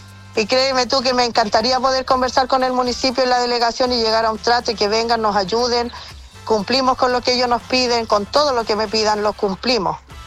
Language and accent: Spanish; Chile; es algo que no me lo explico yo como chilena